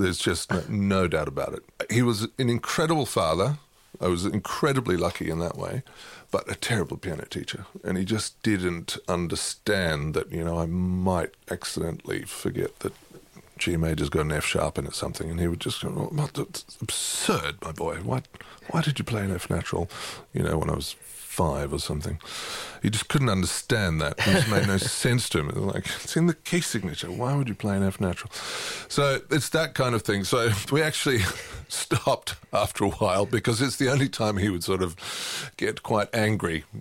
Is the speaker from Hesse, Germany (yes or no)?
yes; Lindenfels, Hesse, Germany; moved away; also born or lived in London, United Kingdom / Mannheim; Yeah, I was born in London because my dad was at Covent Garden at the time. And then we moved to Germany, to Mannheim. And then we moved to another place in Germany called Lindenfels, which is right in the middle of the Odenwald